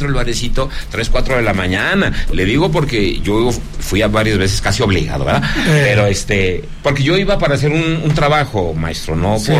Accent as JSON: {"language": "Spanish", "region": "Zacatecas", "country": "Mexico", "said": "nos escuchamos mañana aquí en mi tierra Zacatecas"}